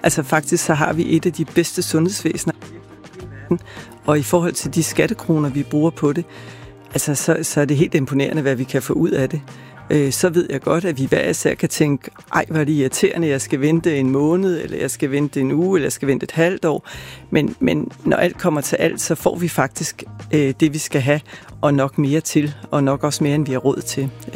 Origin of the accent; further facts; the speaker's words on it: Capital Region of Denmark, Denmark; Og så er vi som Bornholmer virkelig, virkelig taknemmelige.